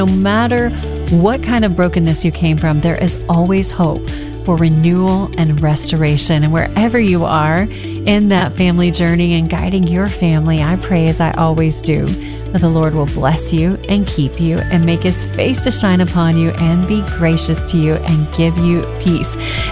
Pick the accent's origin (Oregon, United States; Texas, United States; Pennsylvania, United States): Texas, United States; accent: Texas twang; we're from Texas, so we got a little Texas twang in there